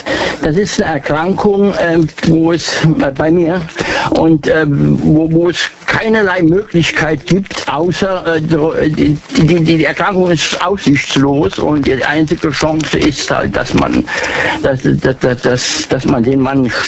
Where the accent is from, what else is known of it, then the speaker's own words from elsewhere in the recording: Idar-Oberstein, Rhineland-Palatinate, Germany; aus Idar-Oberstein, der Edelsteinstadt.